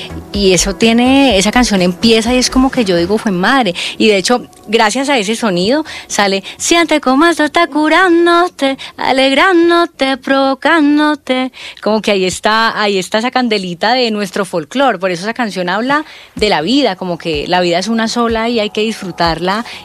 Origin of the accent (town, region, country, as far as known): Colombia; moved away